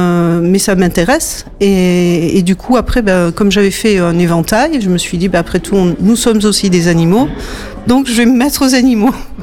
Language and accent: French; Nouvelle-Aquitaine, France; c'est une terre que je connais depuis mon enfance, parce que j'ai passé mon enfance dans le Médoc. Et j'y suis restée fidèle